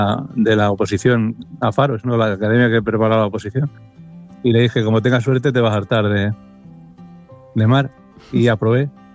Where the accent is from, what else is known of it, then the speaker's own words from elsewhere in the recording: Madrid, Community of Madrid, Spain; Todo lo contrario. Yo soy de Madrid, vamos, de Vallecas.